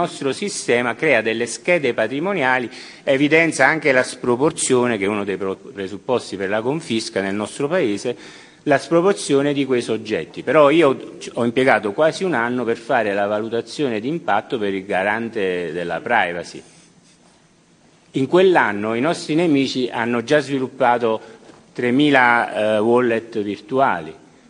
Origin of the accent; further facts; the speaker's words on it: Naples, Campania, Italy; io sono napoletano